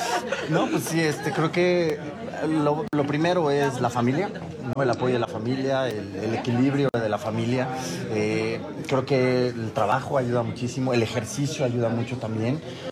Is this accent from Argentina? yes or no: no; Mexico; Uniendo fuerzas como mexicanos, que ya el Teletón se ha vuelto una tradición en nuestro país para ayudar a tanta gente que realmente lo necesita.